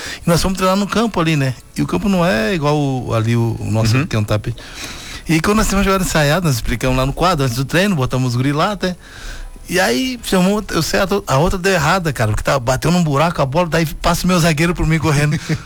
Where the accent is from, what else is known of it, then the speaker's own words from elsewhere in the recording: Bento Gonçalves, Rio Grande do Sul, Brazil; eu sou de Bento Gonçalves